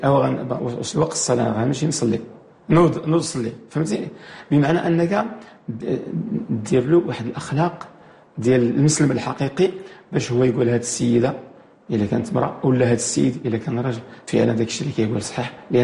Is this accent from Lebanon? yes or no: no; Morocco; عندنا في المغرب